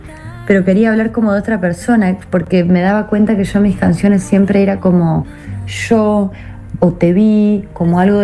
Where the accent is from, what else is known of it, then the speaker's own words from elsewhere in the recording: Córdoba, Argentina; now in Buenos Aires, Argentina; yo soy de Córdoba capital, después me mudé acá a la capital, Buenos Aires